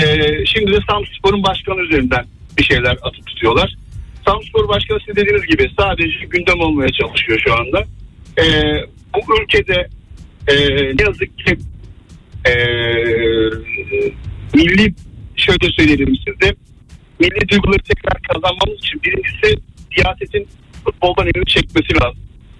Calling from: Istanbul, Turkey; İstanbul'dan bağlanıyorum.

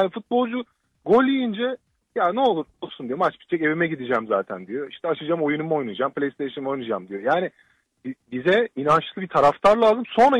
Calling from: Istanbul, Turkey; abi İstanbul'dan.

